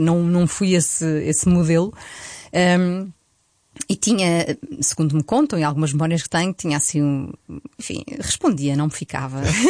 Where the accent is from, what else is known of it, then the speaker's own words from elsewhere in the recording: Loures, Lisbon, Portugal; also born or lived in Buraca; depois mudámos-nos para Loures, uma zona rural, Saloia, eu tenho muito orgulho em ser Saloia, onde cresci livremente, assim pelo campo, vivíamos no meio do mote.